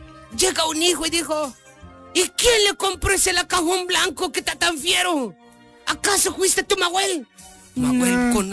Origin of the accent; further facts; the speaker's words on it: Chenalhó, Chiapas, Mexico; Hace unos años y unos ayeres allá cerca de mi pueblo del Chenalo, se llevaba una velación a cabo.